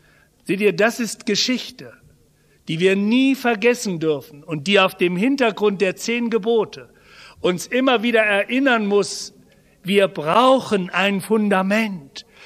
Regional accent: East Germany, Germany; Ich als Kind des Dritten Reiches, ich weiß, wie wir besoffen gemacht worden sind. Ich bin hinterher im Sozialismus weiter groß geworden in der DDR.

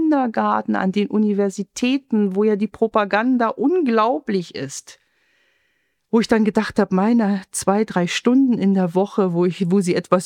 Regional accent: Germany; moved away as an adult; Ich als Deutsche kann sagen, tschüss, ich gehe nach Deutschland.

